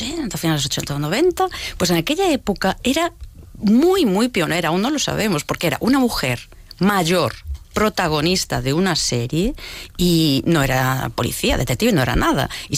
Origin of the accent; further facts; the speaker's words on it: Carballo, Galicia, Spain; also born or lived in Malpica; la zona donde yo vivo, que vivo Costa de Morte, y nací en Malpica, pero bueno, me crié también mucho por la zona de Carballo.